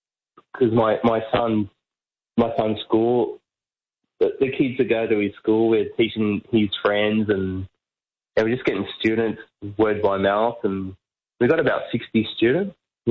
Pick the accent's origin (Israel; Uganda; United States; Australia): Australia; Sydney, New South Wales; moved away as an adult; now in Japan; I'm originally from Sydney, so my parents are there. I want to send my son back there with my mum and dad.